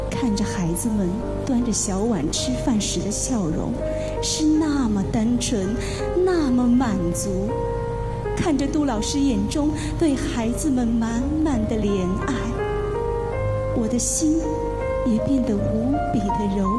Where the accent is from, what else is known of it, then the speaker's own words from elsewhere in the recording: Jiyuan, Henan, China; 我是来自济源市坡头镇的一名山区特岗教师。